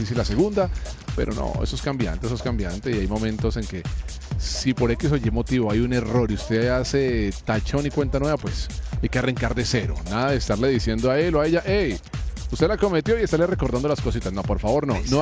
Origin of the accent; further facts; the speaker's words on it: Cali, Valle del Cauca, Colombia; no solamente como caleños